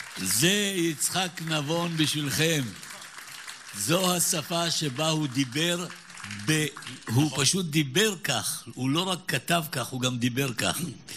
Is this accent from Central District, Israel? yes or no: yes; Petah Tikva, Central District, Israel; כאן בקולנוע היכל בפתח תקווה, הייתה הילדות שלי הגדולה